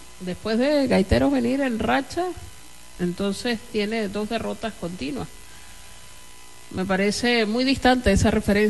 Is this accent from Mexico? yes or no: no; Zulia, Venezuela; Ojalá pueda remontar, bueno, para los que somos del Zulia, ¿no? Y ligamos siempre al equipo de la casa